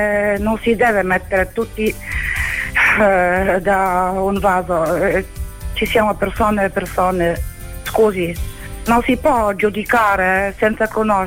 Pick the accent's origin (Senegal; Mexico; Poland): Poland; Italian is a second language; now in Syracuse, Italy; Buongiorno, io polacca, mi chiamo da Siracusa. 10 anni che io sto qua